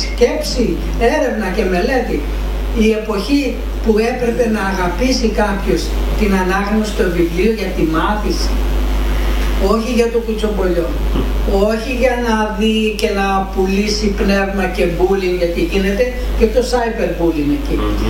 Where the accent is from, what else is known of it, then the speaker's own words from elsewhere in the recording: Greece; also born or lived in United States; Είμαστε Έλληνες.